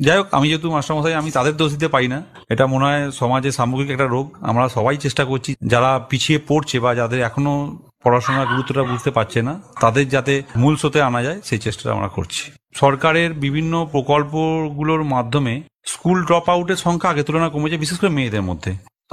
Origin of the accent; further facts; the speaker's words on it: Basla Srirampur, West Bengal, India; গ্রামে একটা স্কুল আছে যেখানে আমি পড়াশোনা করেছি, স্কুলটা মাধ্যমিক স্কুল, শ্রীরামপুর রাধারানী বিদ্যা মন্দির বলে।